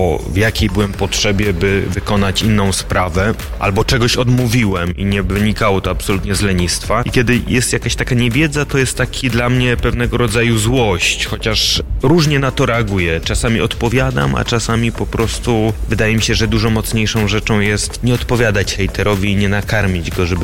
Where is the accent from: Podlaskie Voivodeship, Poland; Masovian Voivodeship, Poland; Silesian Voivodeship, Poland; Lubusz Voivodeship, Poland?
Silesian Voivodeship, Poland; accent: Silesian; zaciągam po śląsku